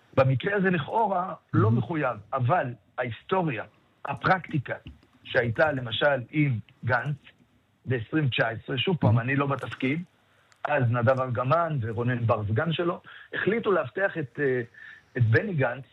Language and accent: Hebrew; Tel Aviv, Tel Aviv District, Israel; גם כילד בדרום תל אביב וגם המשפחה שלו, שנים הצביעו לליכוד.